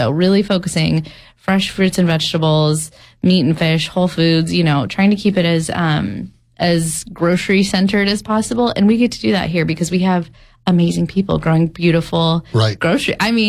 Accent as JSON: {"language": "English", "region": "California", "country": "United States", "tie": "born or raised there", "said": "I grew up in Slo County, so I got to actually show up at the fair. So did my mom."}